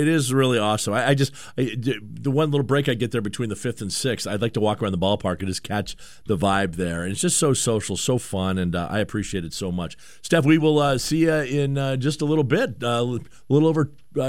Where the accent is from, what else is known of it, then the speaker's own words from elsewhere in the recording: Bellingham, Washington, United States; I grew up in Joe Martin Field, basically, back when it was the Baby M's.